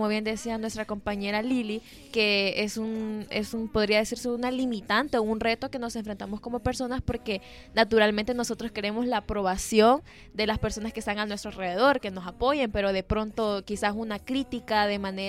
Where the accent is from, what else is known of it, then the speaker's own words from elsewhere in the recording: Honduras; es un reto que normalmente nosotros como hondureños, aquellas personas que son artistas